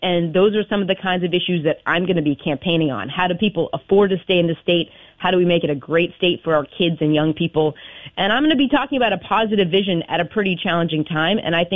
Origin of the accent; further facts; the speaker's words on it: Maine, United States; it's an issue I've worked on in my hometown where I grew up, where young people couldn't afford to buy a house 20 years ago because it's a coastal town where lots of summer people came in and bought it up.